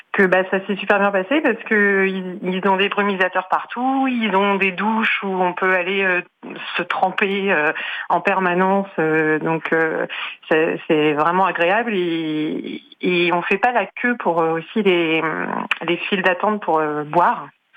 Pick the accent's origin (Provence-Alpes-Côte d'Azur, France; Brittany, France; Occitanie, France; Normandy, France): Normandy, France; moi je suis normande hein, donc la chaleur c'est pas trop mon truc